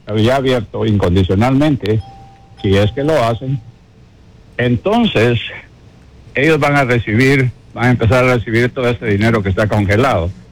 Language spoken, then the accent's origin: Spanish; United States